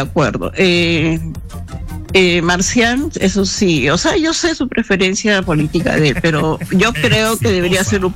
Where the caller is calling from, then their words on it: Lima, Peru; De acá de Los Olivos